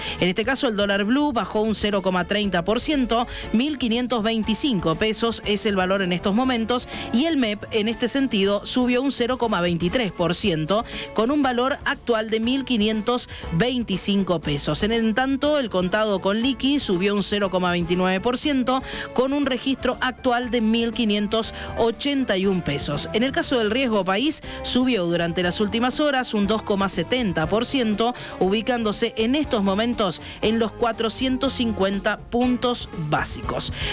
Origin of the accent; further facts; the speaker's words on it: Argentina; como argentinos tenemos que estar preparados